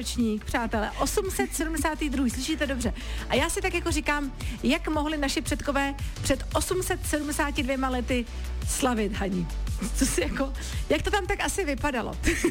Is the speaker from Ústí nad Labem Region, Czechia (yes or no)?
yes; Teplice, Ústí nad Labem Region, Czechia; Tak já jsem se v Teplicích narodila, vyrostla jsem, takže samozřejmě lázeňská ta mě neminula